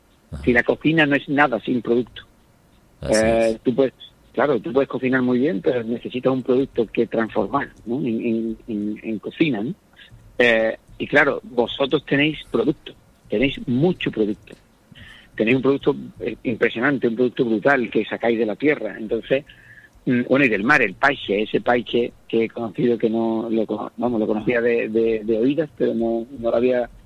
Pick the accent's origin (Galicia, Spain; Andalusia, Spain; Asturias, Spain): Andalusia, Spain; Huelva; yo soy de Huelva, del sur de España, de Andalucía, y ahí tenemos el culantro, porque además somos la única región de Europa a la que llamamos culantro, como se llama aquí.